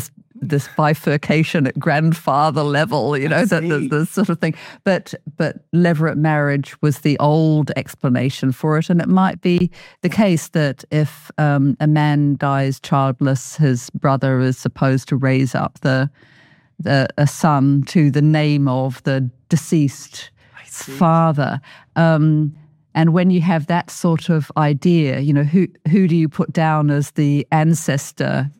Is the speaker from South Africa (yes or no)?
no; New Zealand; particularly, you know, I'm from New Zealand, in Māori culture